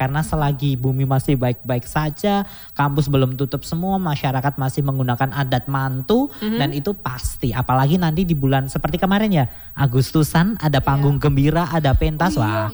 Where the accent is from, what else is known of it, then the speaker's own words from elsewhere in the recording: Karanganyar, Central Java, Indonesia; kita warga Karanganyar